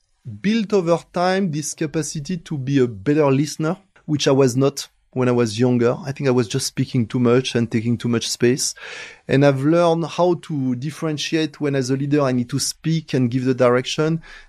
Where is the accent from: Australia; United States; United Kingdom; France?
France; moved away as an adult; also born or lived in China / India; I grew up in France, where you go through a very rational education, where you are taught to make decisions where you are 90% sure. And then I spent 20 years between China and India